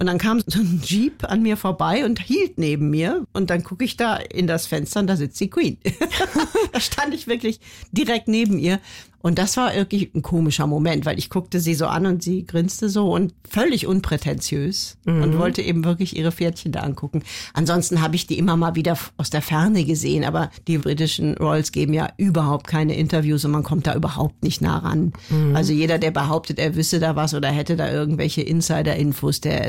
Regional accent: Germany; was ich als Deutsche ja eigentlich dann schon gerne hätte, so ganz klare Regeln und Gesetze hat

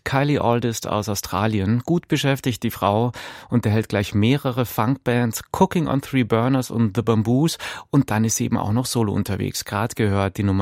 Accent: Munich, Bavaria, Germany; als Münchner

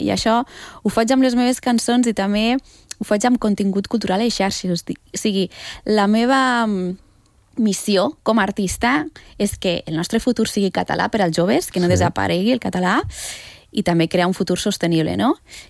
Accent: Catalonia, Spain; born there; I soc catalana, de cor, perquè jo he nascut aquí.

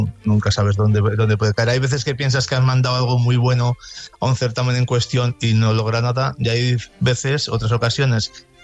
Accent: Haro, La Rioja, Spain; en el certamen San Felices de Bilibio, que además es de mi pueblo, en Aro

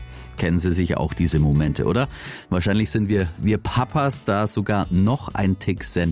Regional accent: Swabia, Germany; moved away as an adult; now in Erlangen, Germany; hab ja als Schwabe nach Erlangen hingeheiratet und lieb's mittlerweile auch.

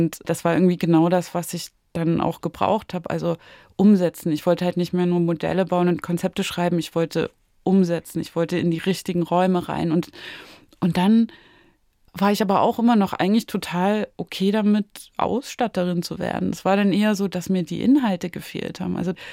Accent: Zwickau, Saxony, Germany; born or raised there

